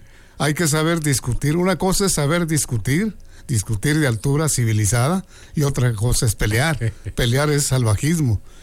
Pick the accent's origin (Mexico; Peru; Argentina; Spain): Mexico; No estoy negando que soy mexicano